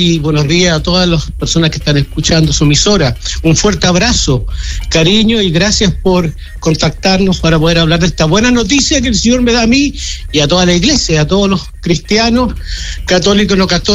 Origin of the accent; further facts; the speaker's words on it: Santiago, Santiago Metropolitan Region, Chile; moved away as an adult; Yo soy de Santiago y me vine hace unos años para acá, me gustó el campo y me quedé por estos lados.